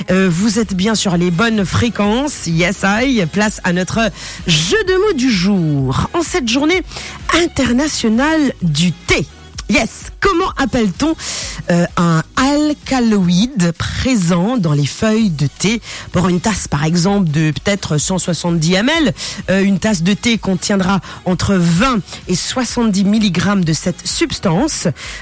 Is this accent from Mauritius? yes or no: yes; Mauritius; le thé, d'ailleurs, c'est un patrimoine chez nous à Maurice.